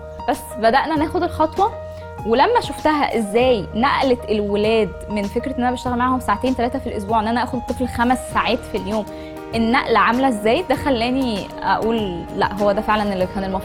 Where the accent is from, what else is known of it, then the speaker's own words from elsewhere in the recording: Alexandria, Alexandria Governorate, Egypt; انا في الاصل من اسكندريه. انا اخويا الصغير اتولد عنده مشكله في السمع. قعدنا ندور كتير قوي في اسكندريه على اماكن تساعده